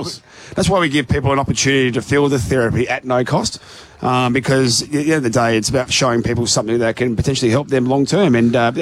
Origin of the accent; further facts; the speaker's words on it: Adelaide, South Australia, Australia; I'm from Adelaide, but Sunraysia is like a second home to me.